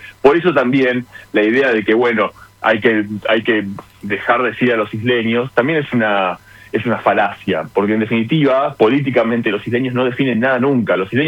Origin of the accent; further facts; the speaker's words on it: Argentina; no voy a poder porque me van a rechazar la solicitud porque soy argentino